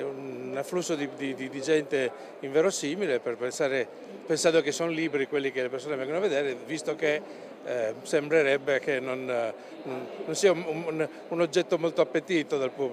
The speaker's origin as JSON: {"language": "Italian", "town": "Turin", "region": "Piedmont", "country": "Italy", "said": "Come torinese"}